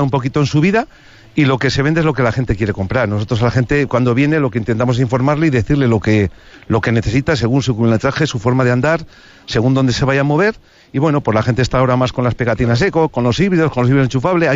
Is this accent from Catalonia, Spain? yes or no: no; Soria, Castile and León, Spain; los primeros que no apostamos somos la gente de Soria